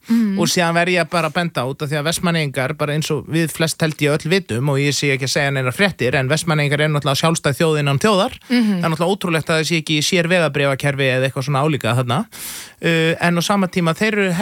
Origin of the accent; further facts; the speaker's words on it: Seltjarnarnes, Capital Region, Iceland; now in Reykjavík, Iceland; En ég var alveg upp á Seltjarnarnesi og ég hef einnig búið í Hlíðunum